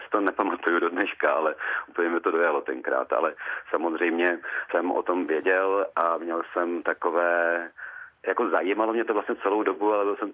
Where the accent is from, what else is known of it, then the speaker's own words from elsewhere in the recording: Brno, South Moravian Region, Czechia; jsem rodilý Brňák